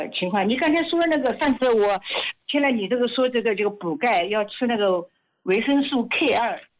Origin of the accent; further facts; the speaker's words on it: Jiangsu, China; 哦，我是江苏的